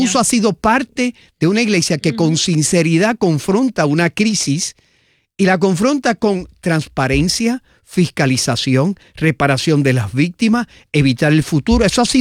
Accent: Puerto Rico; tampoco podríamos entender nuestra puertorriqueñidad sin un referente a nuestra identidad cristiana como pueblo puertorriqueño.

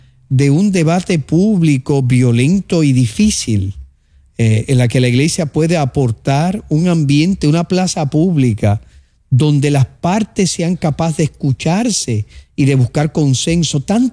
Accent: Puerto Rico; los retos que tenemos como sociedad puertorriqueña

